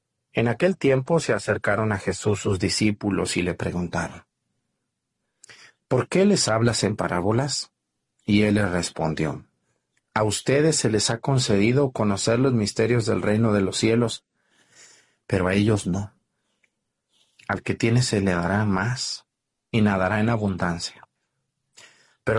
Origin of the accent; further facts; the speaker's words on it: Mexticacán, Jalisco, Mexico; Mexticacán, mi tierra, donde yo nací